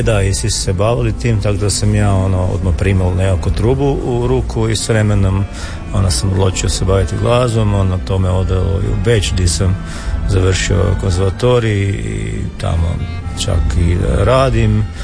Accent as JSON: {"language": "Croatian", "town": "Ciglenica Zagorska", "region": "Krapina-Zagorje County", "country": "Croatia", "said": "kak ja dolazim iz Zagora, iz Ciglenice Zagorske"}